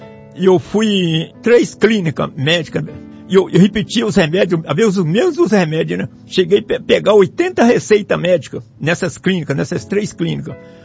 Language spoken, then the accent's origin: Portuguese; Goianá, Minas Gerais, Brazil; Eu sou do Goianá, do Jardim São Pedro, Rua General Leônidas Cardoso, 120.